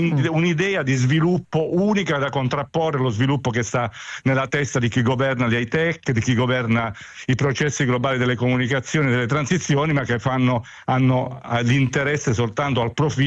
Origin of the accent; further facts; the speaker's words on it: Southern Italy, Italy; dalle mie parti, dal meridione